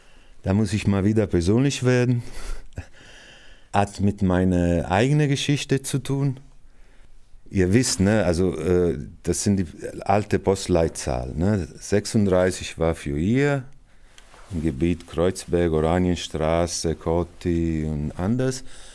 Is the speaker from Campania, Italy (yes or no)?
yes; Naples, Campania, Italy; German is a second language; moved away as an adult; now in Berlin, Germany; Ich komme aus Italien. Bin schon seit vielen Jahren in Berlin